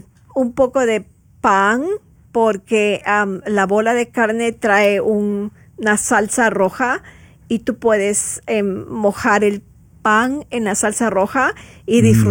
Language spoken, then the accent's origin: Spanish; Ecuador; Pero de donde yo vengo es Sudamérica, Ecuador